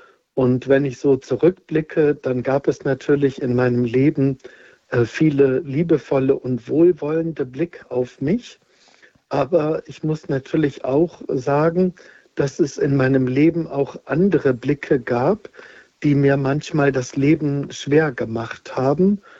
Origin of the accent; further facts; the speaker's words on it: Northern Germany, Germany; moved away as an adult; now in Hochaltingen, Germany; also ich bin 58 Jahre alt und ich komme aus Norddeutschland und bin Priester des Bistums Osnabrück.